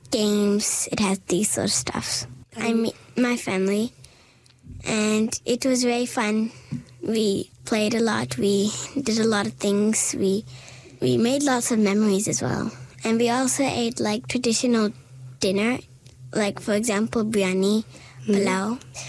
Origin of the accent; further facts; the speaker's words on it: Dunedin, Otago, New Zealand; also born or lived in Pakistan; I was born in Pakistan, but I've lived in New Zealand since I was 1 year old. I live in Dunedin with my mom and dad, and I go to Kaikorai Primary School.